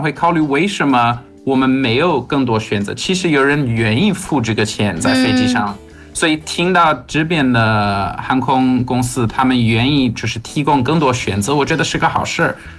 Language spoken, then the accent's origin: Chinese; South Africa; 我小时候在南非，我经常从约翰内斯堡飞到开普敦去看亲戚